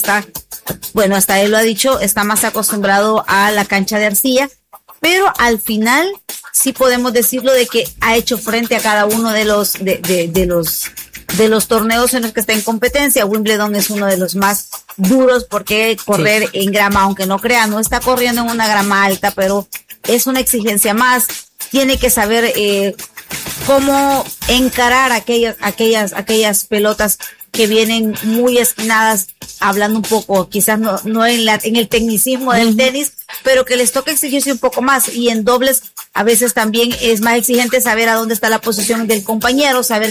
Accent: El Salvador

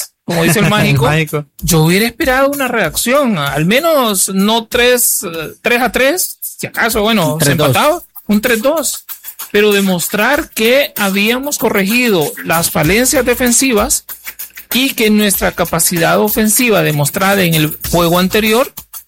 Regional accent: El Salvador; Creo que como salvadoreño uno siente esa, ese resultado, uno quiere seguir viendo a la selección

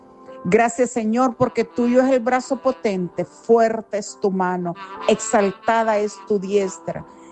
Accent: El Salvador; Ay, bienaventurados somos los salvadoreños, Señor

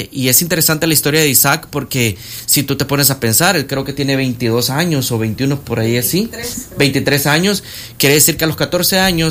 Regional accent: El Salvador

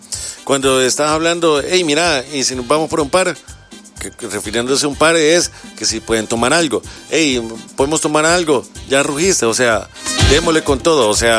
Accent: Honduras; Soy hondureña y ya me aprendí la palabra

